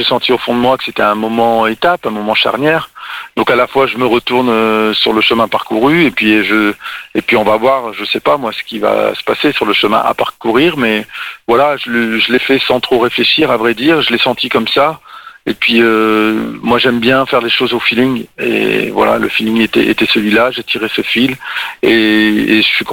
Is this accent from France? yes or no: yes; France; je suis né, j'ai grandi en France, c'est un pays magnifique